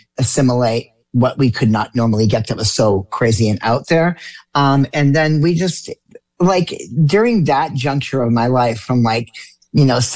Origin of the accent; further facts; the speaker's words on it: New Hampshire, United States; I grew up in New Hampshire. And I was in the woods of New Hampshire with my best friend.